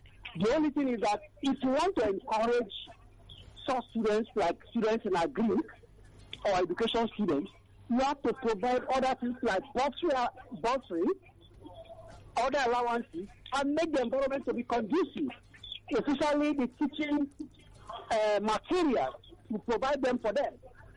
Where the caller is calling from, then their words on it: Abuja, Federal Capital Territory, Nigeria; I'm calling from Abuja.